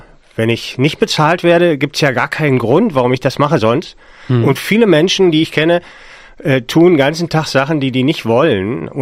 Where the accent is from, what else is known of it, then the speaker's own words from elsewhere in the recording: Hoyerswerda, Saxony, Germany; born there; ich bin in Hoyerswerda geboren